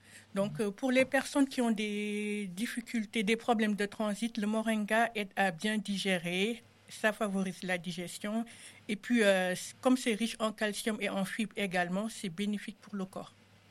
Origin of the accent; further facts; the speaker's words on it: Senegal; moved away as an adult; now in France; je suis d'origine sénégalaise. Je suis née au Sénégal. J'ai grandi là-bas jusqu'à mes 19 ans. Et donc, quand je suis venue ici